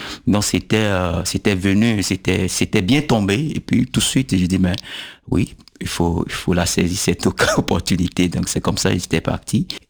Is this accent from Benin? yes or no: yes; Benin